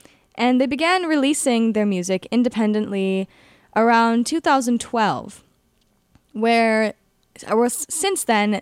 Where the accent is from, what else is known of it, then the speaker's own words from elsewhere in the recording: Texas, United States; moved away; a festival in my hometown in Texas, because I still follow my hometown's Instagram